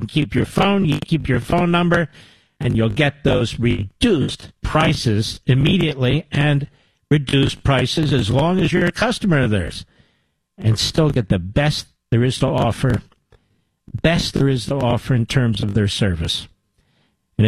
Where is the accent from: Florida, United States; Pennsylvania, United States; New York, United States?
Pennsylvania, United States; Philadelphia; born there; I was born in Pennsylvania. Remember that? And born